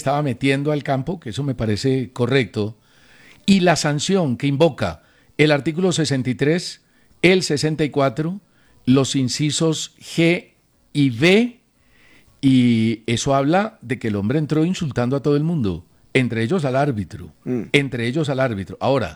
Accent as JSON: {"language": "Spanish", "country": "Colombia", "said": "colombianos."}